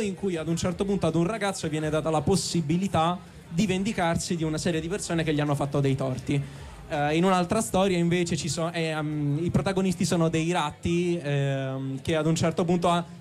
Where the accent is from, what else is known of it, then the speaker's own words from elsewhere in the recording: Rome, Lazio, Italy; E sì, siamo di Roma principalmente, Roma e provincia